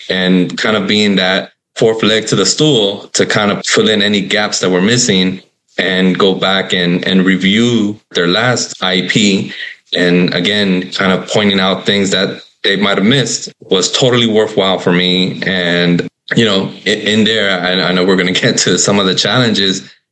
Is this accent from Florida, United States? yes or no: yes; Florida, United States; because they're here from my home state of Florida